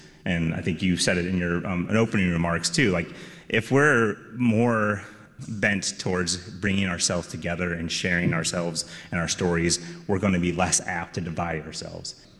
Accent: St. Louis, Missouri, United States; born or raised there

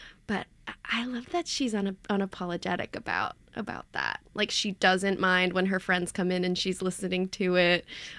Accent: New York City, New York, United States; Like, I grew up in New York City, was able to have access to theater from such a young age

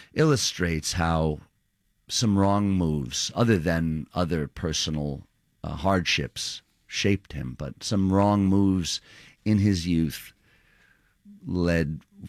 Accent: Queens, New York, United States; in growing up in Queens, and it's not that dissimilar, you know, to what young people encounter in urban environments

